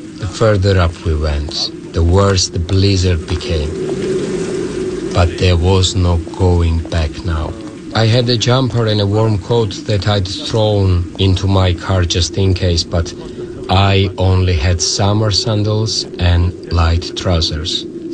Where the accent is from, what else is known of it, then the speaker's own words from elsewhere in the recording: Sukhumi, Abkhazia, Georgia; Suhumi was a very multicultural place. When I was growing up, everyone got along pretty well.